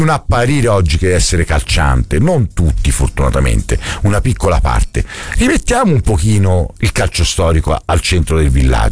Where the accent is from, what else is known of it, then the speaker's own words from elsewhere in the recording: Florence, Tuscany, Italy; born there; siamo nati a Coverciano tutti e due